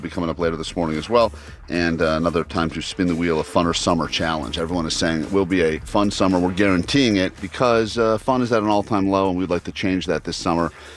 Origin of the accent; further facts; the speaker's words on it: Tennessee, United States; born there; I was born in Tennessee